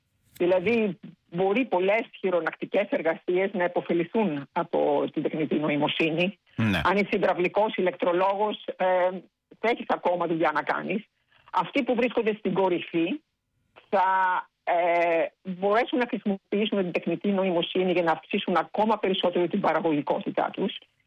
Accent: Greece; moved away; προέρχεται από την Ελλάδα, που προέρχεται από την πατρίδα μου. Και παρόλο που έχω φύγει τόσα χρόνια, έχω ακόμα ένα πολύ ισχυρό δεσμό με την Ελλάδα.

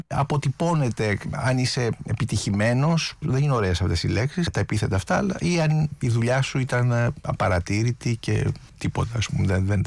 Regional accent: Patras, Western Greece, Greece; born there

